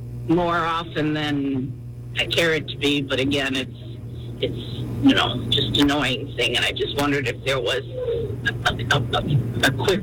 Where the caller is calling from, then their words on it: Rockdale, Illinois, United States; From Rockdale.